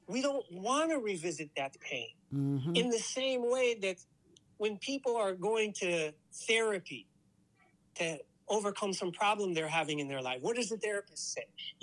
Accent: United States; collectively, as African American people, we've been living with that pain.

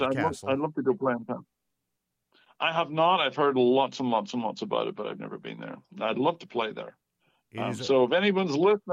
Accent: Ireland; also born or lived in Leeds, United Kingdom; now in Los Angeles, United States; I was born in Ireland, brought up there, and then I moved to the north of England, to Leeds, where we formed a band. And after that, I moved to Germany, lived in Hamburg for a while.

